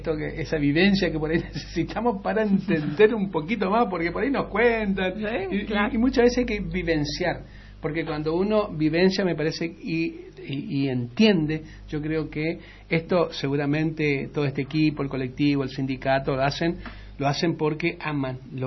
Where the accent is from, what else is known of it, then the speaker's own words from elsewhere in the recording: Argentina; now in Chaco, Argentina; somos los argentinos, pasamos por todos los estadios